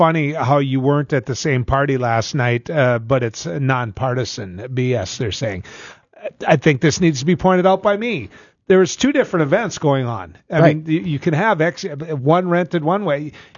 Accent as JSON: {"language": "English", "region": "Texas", "country": "United States", "said": "I'm not going to vote because I'm from Texas."}